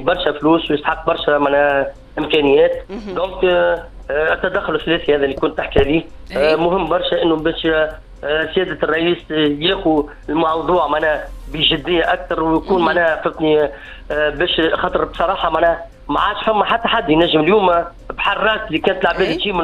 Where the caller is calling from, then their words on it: Rades, Ben Arous, Tunisia; ناشط في المجتمع المدني بمدينة رادس.